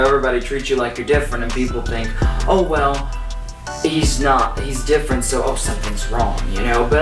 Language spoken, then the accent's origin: English; Cut Off, Louisiana, United States; I'm from Cut Off, Louisiana, and I grew up on the bayou, very small town.